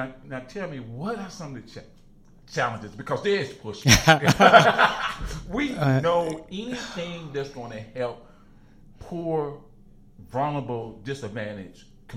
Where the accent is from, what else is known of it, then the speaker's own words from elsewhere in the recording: Chicago, Illinois, United States; I grew up in the Project Chicago